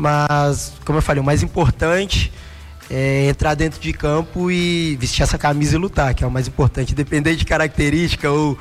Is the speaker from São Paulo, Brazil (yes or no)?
no; Belo Horizonte, Minas Gerais, Brazil; eu sou daqui de Belo Horizonte, estava aqui na base, realmente eu não queria sair